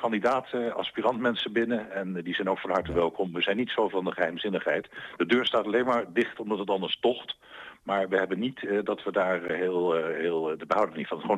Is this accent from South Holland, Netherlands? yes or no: yes; Rotterdam, South Holland, Netherlands; moved away as an adult; also born or lived in Groningen; now in Wapenveld, Netherlands; Ja, ik ben Rotterdammer. Ik zei altijd, ik ben geboren getogen en niet afgetuigd daar. Maar ik heb niets met grote steden.